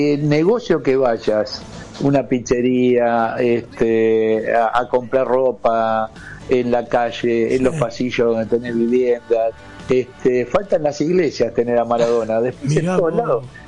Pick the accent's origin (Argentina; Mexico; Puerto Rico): Argentina; y te hablan de Diego. Digo, ¿qué importancia le dan a Diego acá? Yo no sé si en Argentina le estamos dando el valor que le dan acá.